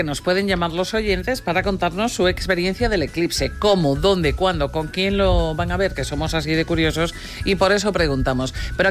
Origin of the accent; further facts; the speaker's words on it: A Coruña, Galicia, Spain; Pues me encantaría verlo en La Coruña, que es por donde entra la zona de sombra y es mi tierra y yo creo que ahí se va a ver muy bien.